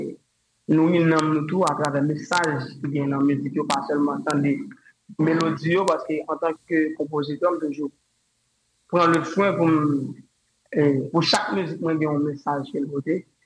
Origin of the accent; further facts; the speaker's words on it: Haiti